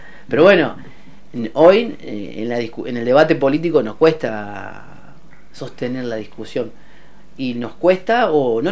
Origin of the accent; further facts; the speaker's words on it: Córdoba, Argentina; Mira, yo vengo de Córdoba, ¿no? Córdoba es algo muy distinto a lo que está pasando acá.